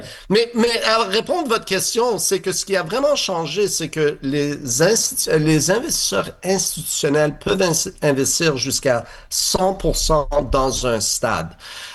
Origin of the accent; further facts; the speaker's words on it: Montreal, Quebec, Canada; Justement, le fait que moi, je suis Montréalais, je suis Québécois, je suis ici, je suis bilingue, comme on dit, comme les autres le disent.